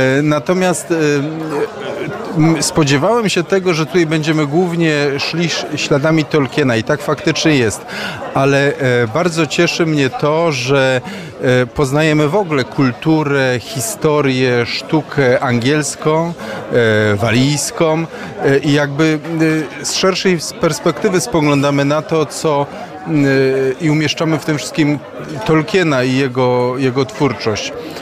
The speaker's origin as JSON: {"language": "Polish", "region": "Silesian Voivodeship", "country": "Poland", "said": "I muszę powiedzieć, że jako Ślązak no, z trochę zazdrością spoglądam na to wszystko, co tutaj widzę, bo też by mi się marzyło, żebyśmy my jako Ślązacy o tą śląską gotkę też tak mogli dbać"}